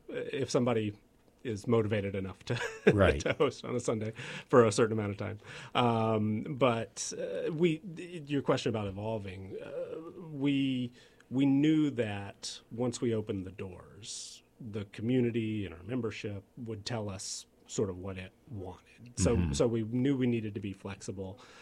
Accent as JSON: {"language": "English", "region": "Georgia", "country": "United States", "tie": "born or raised there", "moved": "yes", "said": "we grew up in Georgia"}